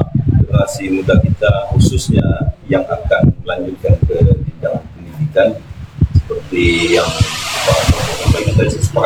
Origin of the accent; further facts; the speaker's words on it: Natuna, Riau Islands, Indonesia; kita anak Natuna ini